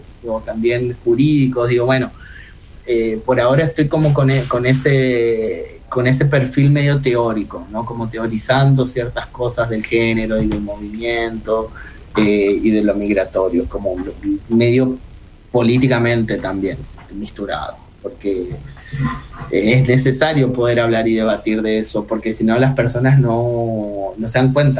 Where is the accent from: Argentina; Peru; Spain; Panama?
Argentina; Chaco; now in Brazil; yo soy ahí de Chaco.